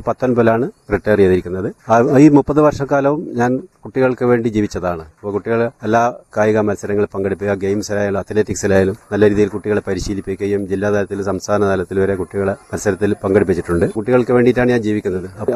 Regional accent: Kerala, India; എന്റെ സ്വദേശം വള്ളിയാണ്. ഇവിടെ ഒരു 6 കിലോമീറ്റർ അകലെ.

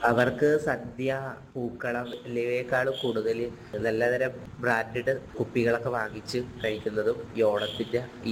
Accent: Kodungallur, Kerala, India; എന്റെ വീട് കൊടുങ്ങല്ലൂരാണ്. ഇപ്പൊ എന്റെ നാട്ടിൽ തന്നെ ആ മാത്രമോട് ഇവിടെ നാട്ടുപൂക്കളൊക്കെ പൊട്ടിച്ചു.

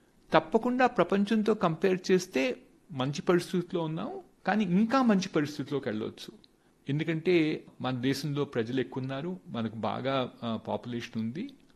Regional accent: Mokshagundam, Andhra Pradesh, India; born there; moved away; మా ఊరు ఒకటేనండి, మోక్షగుండం అంటారు. ఇది ప్రకాశం డిస్టిక్లో బుధవారపేట మండలంలో ఉందండి విలేజ్. మా ఫాదర్ది ఆ ఊరు అనమాట. నేను అక్కడి నుంచి మైగ్రేట్ అయిపోయాను, ఒక 50 ఏళ్ళు అయిపోయింది నేను ఆ ఊర్లో ఉండి.

